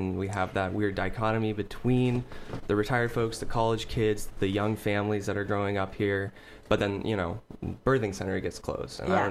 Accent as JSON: {"language": "English", "town": "Ashland", "country": "United States", "tie": "born or raised there", "said": "I remember when I was growing up in Ashland."}